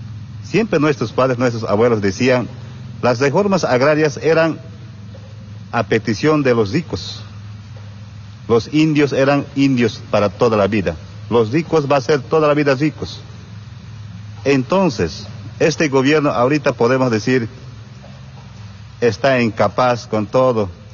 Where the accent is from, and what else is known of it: Bolivia; now in Trópico de Cochabamba, Bolivia